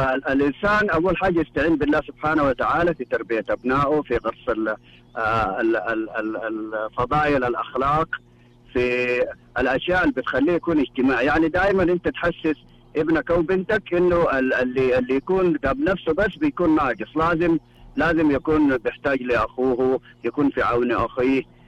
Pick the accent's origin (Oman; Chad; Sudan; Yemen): Sudan; وكان الحمد لله احنا عندنا في السودان المزعلة دي ما في